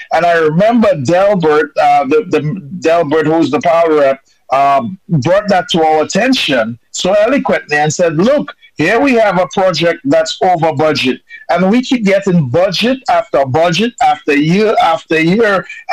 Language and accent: English; Saint Joseph, Dominica; I'm from St. Joseph myself.